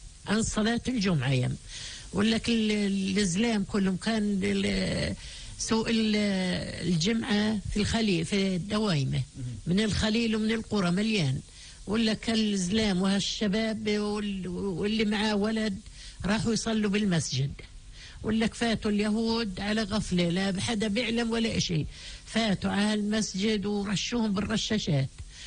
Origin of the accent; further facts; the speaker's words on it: Jaffa, Tel Aviv District, Israel; born there; أنا من مواليد يافا مش حيفا، انت قلت حيفا. انا من مواليد يافا، كان ابوي يشتغل على مينا يافا وانخلقت في يافا يعني